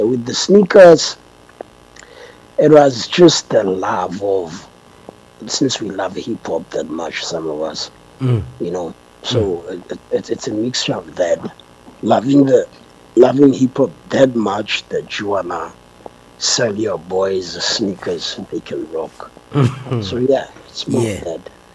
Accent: Gauteng, South Africa; also born or lived in Limpopo; I'm a Gauteng individual. I'm not really from Limpopo. So I came back home.

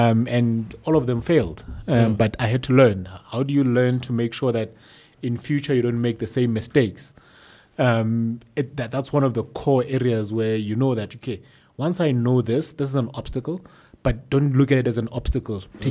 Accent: South Africa; No man, I'm a South African, typical South African entrepreneur.

